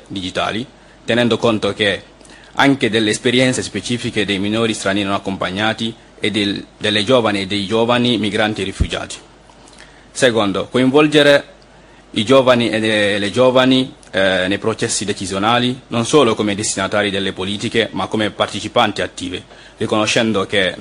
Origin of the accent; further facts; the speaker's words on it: Guinea; now in Italy; vengo dalla Guinea Conakry. Vivo in Italia da quasi 4 anni ormai.